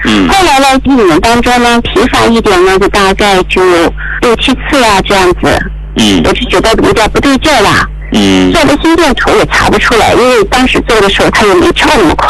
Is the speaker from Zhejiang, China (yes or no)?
no; Yantai, Shandong, China; 我是来自山东烟台的哈。